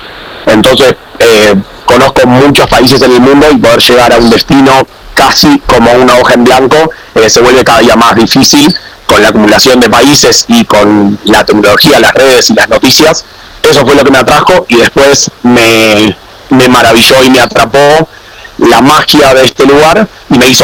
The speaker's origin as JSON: {"language": "Spanish", "country": "Uruguay"}